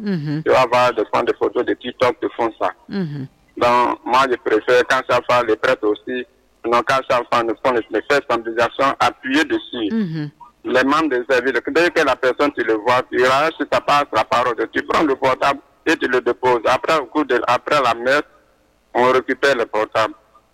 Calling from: Bondoukou, Zanzan, Côte d’Ivoire; Je vous appelle Bandoukou

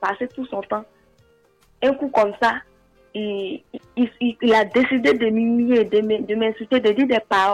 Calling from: Abengourou, Indénié-Djuablin, Côte d’Ivoire; À Bengourou.

